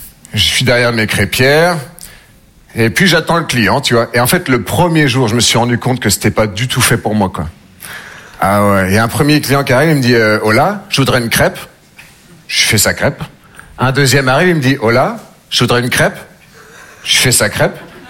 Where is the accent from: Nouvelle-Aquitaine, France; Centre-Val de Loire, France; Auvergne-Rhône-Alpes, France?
Nouvelle-Aquitaine, France